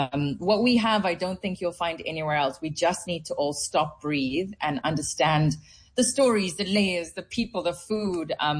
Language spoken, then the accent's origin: English; South Africa; being a South African that's got one foot at home and one foot everywhere else, it really gives me a very unique perspective.